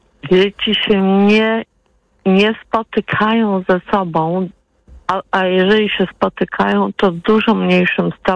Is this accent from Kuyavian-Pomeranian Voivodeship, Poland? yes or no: no; Warsaw, Masovian Voivodeship, Poland; now in United States; Dzwonię z Broku, mieszkam w Stanach, wychowałam się w Warszawie. A Brok jest koło Ostrowi Mazowieckiej.